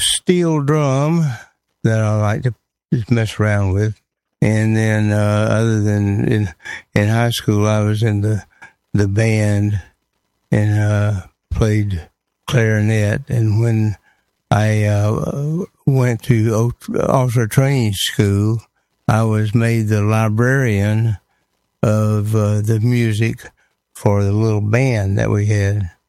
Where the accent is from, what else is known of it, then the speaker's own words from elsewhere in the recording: Mobile, Alabama, United States; born there; I was born in Mobile, but my dad was in the service and moved around, and so I never really lived there.